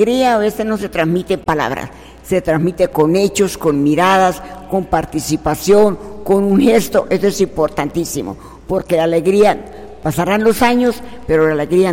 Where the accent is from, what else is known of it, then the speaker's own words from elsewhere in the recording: Zapatoca, Santander, Colombia; yo quiero mucho mi tierra y mis ancestros y todo de Zapatoca